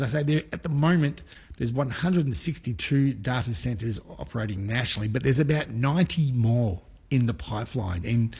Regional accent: Melbourne, Victoria, Australia; born there; I can't answer that on the grounds that I was born in Melbourne.

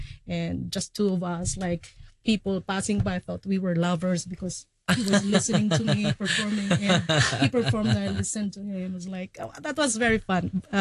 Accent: Philippines; English is a second language; now in Hong Kong; I'm domestic migrant worker in Hong Kong, I'm from the Philippines, and thank you for having me."

